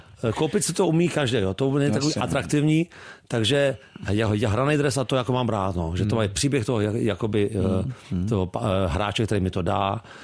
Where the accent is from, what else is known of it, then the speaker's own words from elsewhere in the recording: Prague, Czechia; A narodil jsem se na bojišti Praha 2, celý život jsem jako v Praze.